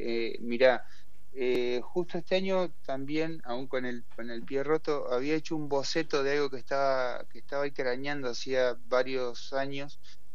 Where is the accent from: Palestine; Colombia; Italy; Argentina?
Argentina; Pehuajó, Buenos Aires; Yo soy de Pihué, del interior de la provincia.